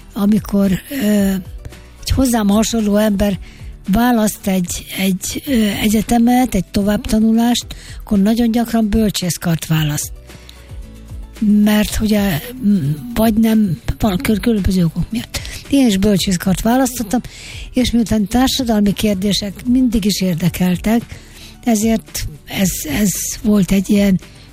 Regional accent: Mezőtúr, Jász-Nagykun-Szolnok, Hungary; Én mezőtúri vagyok, ez egy alföldi középváros

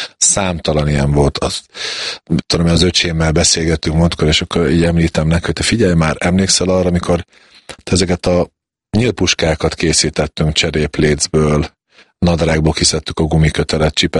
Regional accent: Southern Slovakia, Slovakia; felvidéken, szlovák ajkúak között kellett élni, edzeni, és így kellett bekerülni a szlovák válogatottba is magyarként, ami nem volt egy ideális helyzet

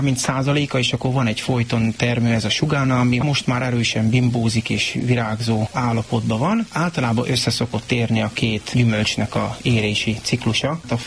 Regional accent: Varsány, Nógrád, Hungary; born or raised there

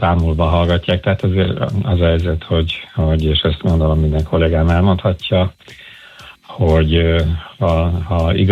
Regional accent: Veszprém, Veszprém County, Hungary; born there; én magam is itt születtem, egyébként innen indultam az utamra, és aztán jöttem vissza

